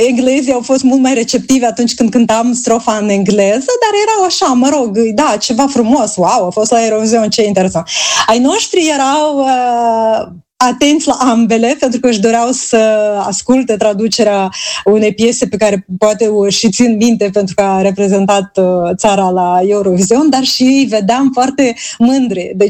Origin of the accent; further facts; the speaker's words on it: Moldova; moved away; Sunt un moldovean jet be jet în ceea ce scriu